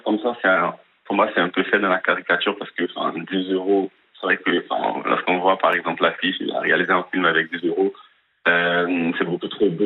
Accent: Côte d’Ivoire; parce que moi je viens de Côte d'Ivoire. Moi, j'ai grandi dans une ville où il n'y avait pas de cinéma.

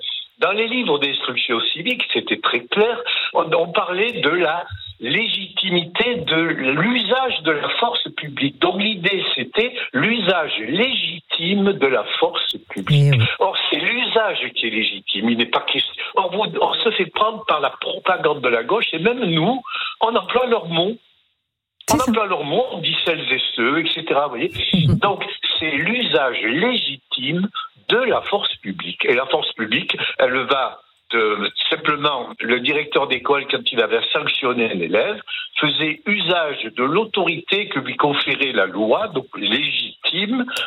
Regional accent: Algeria; born there; Et je suis né en Algérie parce que mon père fuit en Algérie.

